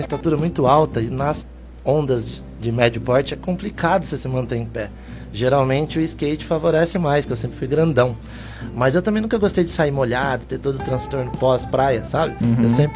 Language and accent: Portuguese; Ubatuba, São Paulo, Brazil; now in Pindamonhangaba, Brazil; Eu sou de Ubatuba, né? Natural de lá.